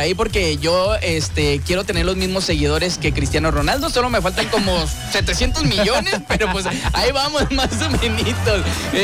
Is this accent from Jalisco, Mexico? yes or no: yes; Guadalajara, Jalisco, Mexico; now in Ciudad Juárez, Mexico; Yo soy tapatío, nací en Guadalajara. Ajá. Tengo apenas 9 mesecitos por acá por Ciudad Juárez